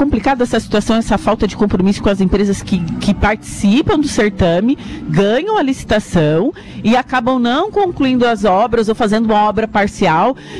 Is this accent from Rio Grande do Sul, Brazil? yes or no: yes; Rio Grande do Sul, Brazil; E sabe que eu sou gaúcha, prefeito?